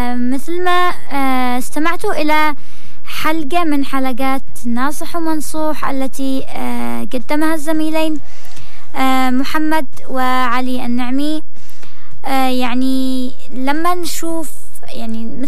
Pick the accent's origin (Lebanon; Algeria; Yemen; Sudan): Yemen; عندنا في اليمن